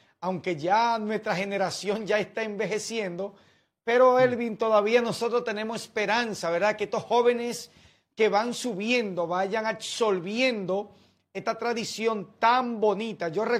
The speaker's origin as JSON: {"language": "Spanish", "town": "San José de las Matas", "region": "Santiago", "country": "Dominican Republic", "tie": "born or raised there", "said": "yo soy nativo de San José de las Matas, de allá de las placetas San José de las Matas"}